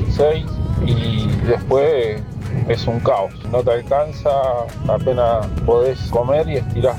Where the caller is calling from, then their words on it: Libertad, Buenos Aires Province, Argentina; acá de Libertad.